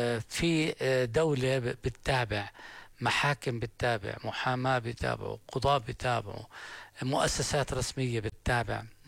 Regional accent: Jordan; احنا في عندنا بالاردن

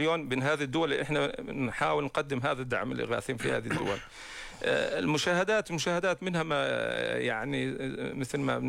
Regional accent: Jordan; إحنا كشعب أردني معطاء وجواد بعمله وكرمه

